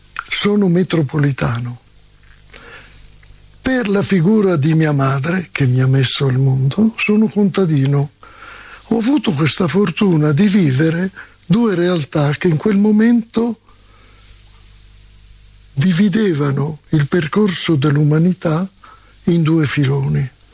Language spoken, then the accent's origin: Italian; Bergamo, Lombardy, Italy; born there; Io sono nato a Bergamo